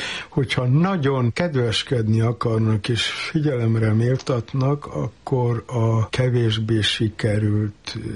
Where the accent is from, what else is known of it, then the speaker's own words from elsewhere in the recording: Transylvania, Romania; moved away; Én inkább otthon, Erdélyben tartózkodás félét éreztem irányomban.